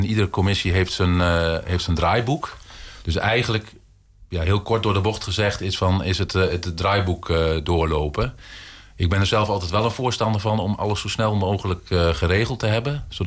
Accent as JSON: {"language": "Dutch", "town": "Zwartsluis", "region": "Overijssel", "country": "Netherlands", "tie": "born there", "moved": "as an adult", "lives_now": "Giethoorn, Netherlands", "said": "Ik kom oorspronkelijk niet uit Giethoorn, maar uit Zwartsluis. Aha. En ik heb jong jochie in Giethoorn gewoond."}